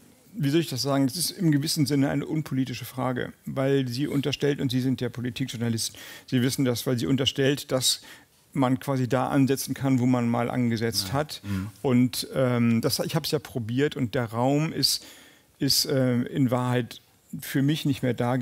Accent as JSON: {"language": "German", "country": "Germany", "moved": "as an adult", "lives_now": "Copenhagen, Denmark", "said": "ich bin Deutscher"}